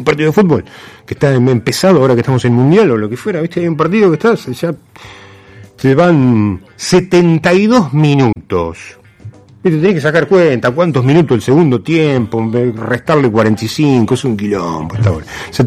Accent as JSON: {"language": "Spanish", "country": "Argentina", "said": "porque ante todo somos argentinos"}